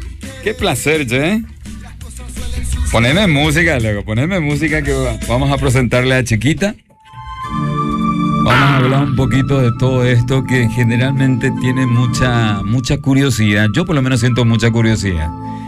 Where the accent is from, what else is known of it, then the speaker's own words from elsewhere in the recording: Areguá, Central, Paraguay; Soy del interior, soy de Areguá